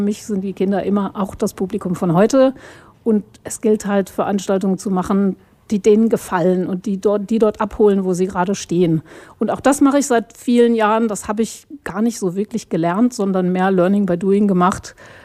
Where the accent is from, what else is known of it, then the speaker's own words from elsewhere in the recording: Bremen, Germany; moved away; Ich komme ursprünglich aus Bremen